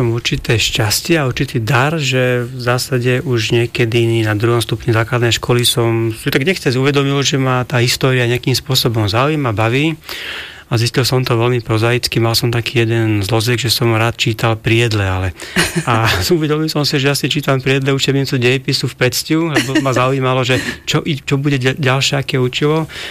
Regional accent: Trnava, Trnava Region, Slovakia; takže áno, som vlastne Trnavčan, žijem v Trnave a pendlujem medzi Pezinkom a Trnavou vlastne 24 rokov.

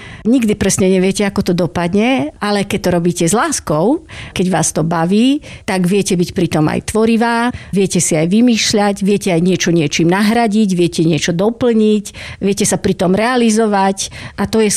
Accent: Rimavská Sobota District, Banská Bystrica Region, Slovakia; ja pochádzam zo stredného Slovenska, z okresu Rimavská Sobota

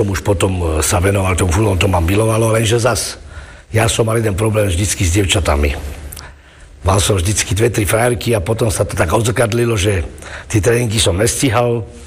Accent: Bratislava, Bratislava Region, Slovakia; Slovenský, romský a tak. Ja som vyrastal v Bratislave a ja som väčšinou mal kamarádov neromov.

